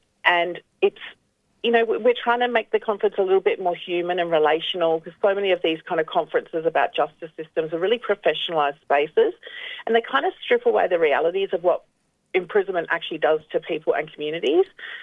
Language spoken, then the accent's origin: English; South Australia, Australia; I was born and raised on Kaurna country, but my mother's country is in the southwestern areas, the one they call Victoria. But I wasn't raised by my mother, but I was raised here in Kaurna country.